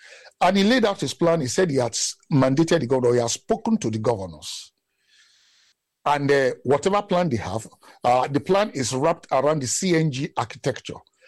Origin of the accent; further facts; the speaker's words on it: Nigeria; I'm also a Nigerian, and I feel the pain of most Nigerians.